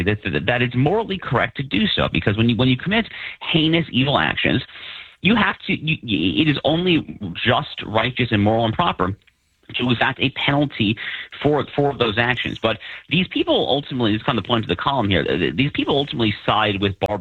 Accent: New York, United States; I grew up in the New York suburbs.

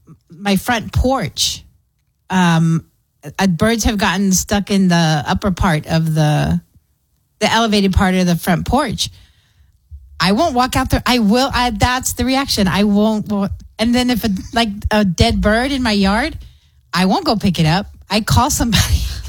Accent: Clint, Texas, United States; growing up in Clint

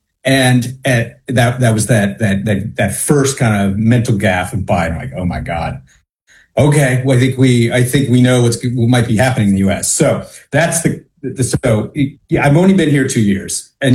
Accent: United States; now in Canada; Well, I should say I'm an American, but I'm an adopted Canadian.

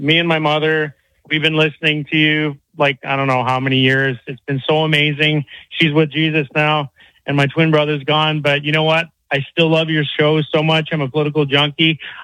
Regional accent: Canada; I'm Canadian

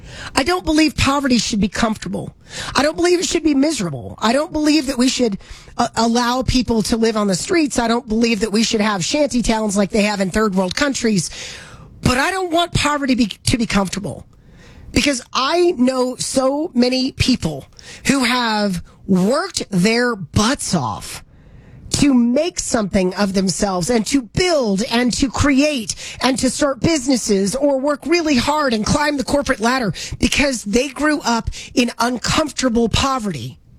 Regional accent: Deep South, United States; I am from the Deep South.

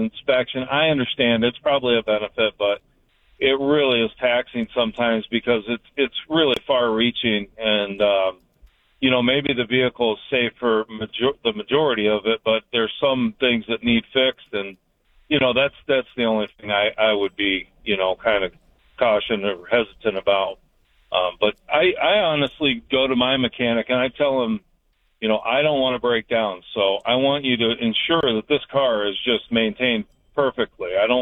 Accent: Ohio, United States; Yeah, well, I'm 60 and never did it, so I've lived in Ohio my whole life.

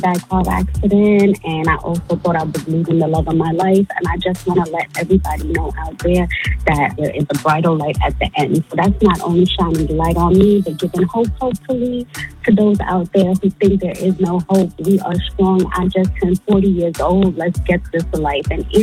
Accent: Queens, New York, United States; I'm from Queens

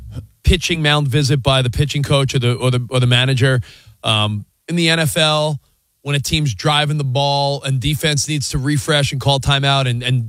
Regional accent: New York, United States; I mean, to me, we want Wemby is the most arrogant New York thing. And I'm a New Yorker. I could say that.

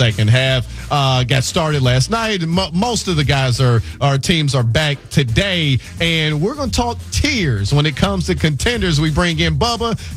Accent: Cleveland, Ohio, United States; Hey, I'm from Cleveland. I love my Guardians.

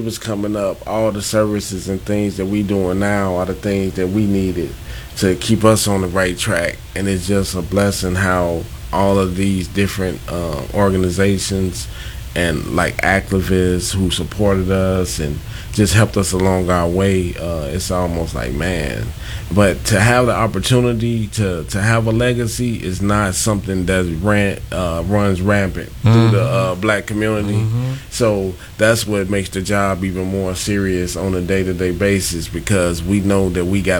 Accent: New York City, New York, United States; we grew up in the Washington Heights area

